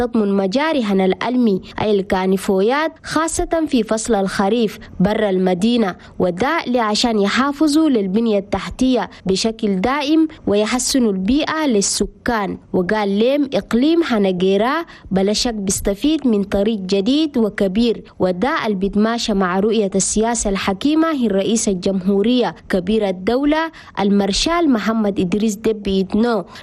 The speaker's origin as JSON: {"language": "Arabic", "country": "Chad", "said": "حكومة هنا بلدنا تشاد قاعدة بتجاهد عشان تحسن الدروب والشوارع هنا العاصمة نجمينا وحتى في الأقاليم"}